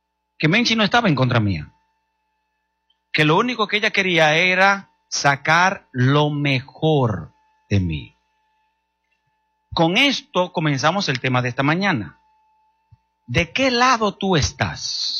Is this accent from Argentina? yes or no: no; Dominican Republic; yo nací en República Dominicana, me crié en República Dominicana.